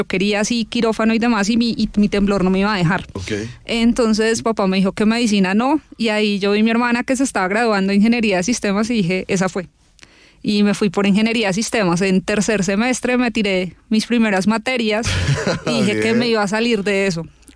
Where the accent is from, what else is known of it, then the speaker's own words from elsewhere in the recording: Bogotá, Colombia; Sí, sí, soy sí, de Bogotá.